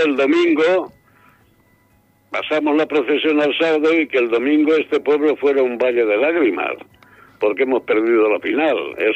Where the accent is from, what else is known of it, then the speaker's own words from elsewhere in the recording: Caudete, Castilla-La Mancha, Spain; born there; Porque yo nací en Caudete queda muy lejos de Bilbao.